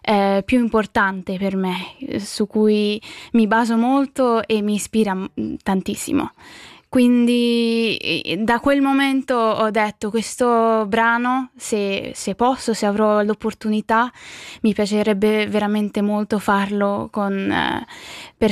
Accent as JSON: {"language": "Italian", "town": "Lugano", "region": "Ticino", "country": "Switzerland", "tie": "born or raised there", "said": "con un'orchestra che ha accompagnato la mia vita sin da piccola è un'opportunità molto speciale. Io ho vissuto a Lugano da tutta la mia vita"}